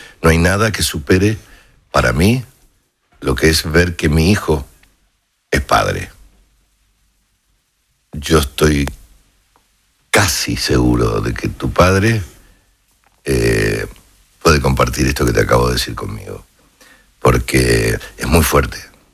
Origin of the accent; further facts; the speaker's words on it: Argentina; Bien, uh-huh, como somos los argentinos.